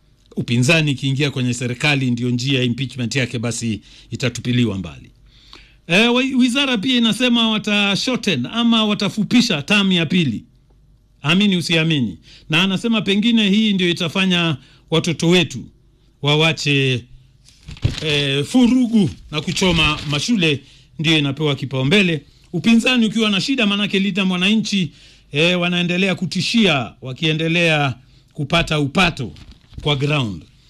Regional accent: Kenya

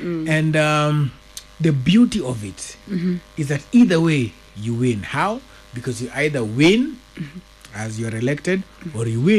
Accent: Kisumu, Kisumu County, Kenya; I've been born and bred in Kisumu.

